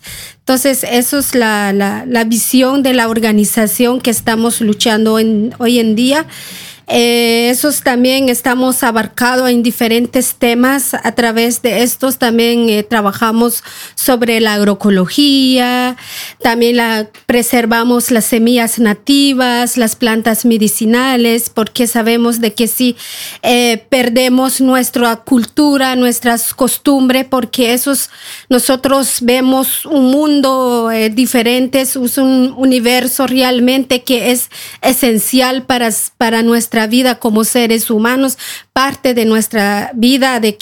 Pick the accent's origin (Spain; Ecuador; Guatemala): Guatemala